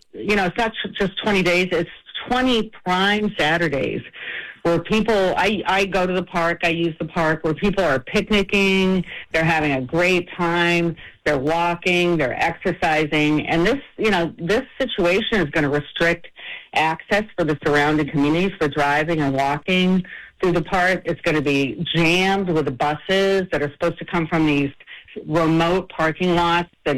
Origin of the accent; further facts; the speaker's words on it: Boston, Massachusetts, United States; I grew up in the South End, like Rose, in Boston, and I live in JP now, but I went to Boston Public Schools.